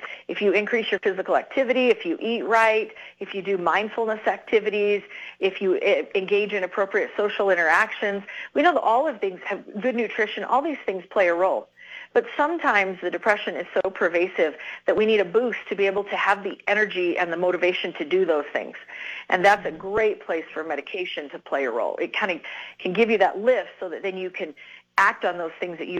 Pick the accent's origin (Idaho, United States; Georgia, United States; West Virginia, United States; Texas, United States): Idaho, United States; I am from Idaho, and so a lot of rural areas, so a lot of space between providers